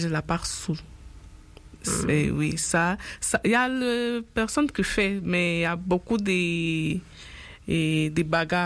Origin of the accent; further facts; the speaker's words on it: Angola; moved away; chez nous, en Angola